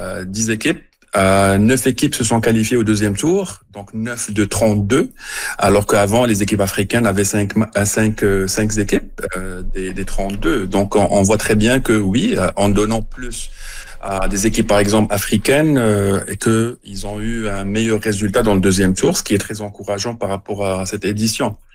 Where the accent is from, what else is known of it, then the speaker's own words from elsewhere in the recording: Morocco; d'où mon origine, je suis marocain, mais aussi je vais mentionner un peu le rêve marocain